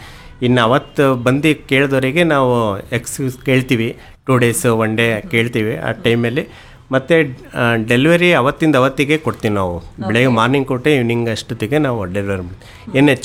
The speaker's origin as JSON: {"language": "Kannada", "town": "Shivamogga", "region": "Karnataka", "country": "India", "said": "ನಾನು ಶಿವಮೊಗ್ಗದಲ್ಲಿ ಬೇಸಿಕಲಿ ಶಿವಮೊಗ್ಗದಲ್ಲಿ ನಾನು ಪ್ರೈವೇಟ್ ಇನ್ಸ್ಟಿಟ್ಯೂಷನಲ್ಲಿ ವರ್ಕ್ ಮಾಡ್ತಾ ಇದ್ದೆ 15 ಇಯರ್ಸಿಂದ."}